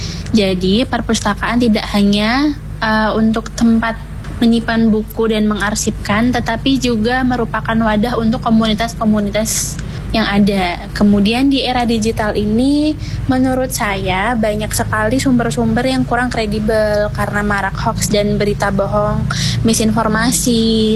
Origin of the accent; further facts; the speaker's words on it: Yogyakarta, Special Region of Yogyakarta, Indonesia; Saya adalah warga Jogja asli.